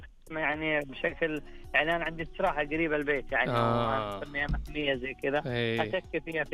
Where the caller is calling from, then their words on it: Badr, Medina Province, Saudi Arabia; اكلمكم من محافظه بدر، تبعد عن المدينه